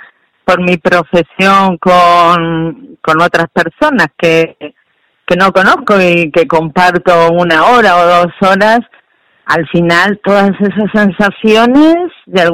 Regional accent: Alcolea de Calatrava, Castilla-La Mancha, Spain; born there; Mi pueblo, Alcolea Calatrava, es una zona volcánica

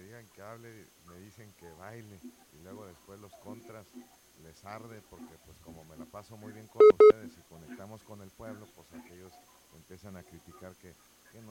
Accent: Ensenada, Baja California, Mexico; somos de Baja California y de Ensenada

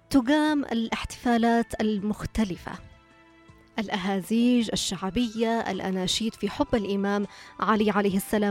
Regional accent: Yemen

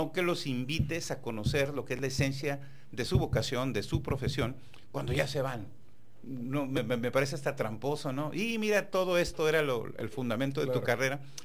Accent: Tijuana, Baja California, Mexico; Bueno, pues soy un tijuanense, orgullosamente tijuanense, nacido aquí en la ciudad, aquí he vivido toda mi vida, salvo los tiempos que por la función que he desempeñado me he tenido que trasladar por Mexicali, a la Ciudad de México, pero aquí he vivido toda mi vida, originario de la colonia Libertad

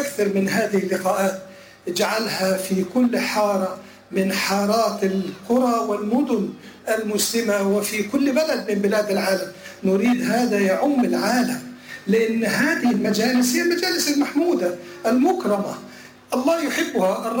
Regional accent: Egypt; انا تربيت في مصر، وكنت وانا صغير في مدرسه فرنسيه كاثوليكيه، لم يكن يسمح لنا بالكلام بالعربيه.

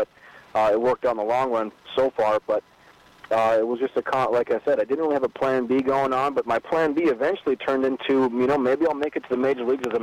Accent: Fargo, North Dakota, United States; initially I turned down the offer because I had played 4 years in my hometown in Fargo.

